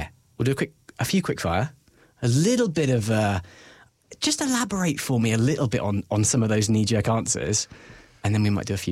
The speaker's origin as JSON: {"language": "English", "region": "England", "country": "United Kingdom", "tie": "born or raised there", "moved": "yes", "lives_now": "New Zealand", "said": "both of us growing up in England"}